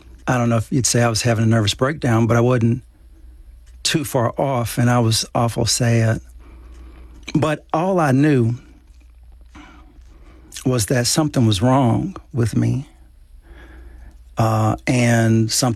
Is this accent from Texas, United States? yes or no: yes; Dallas, Texas, United States; I went to Austin. I'm from Dallas.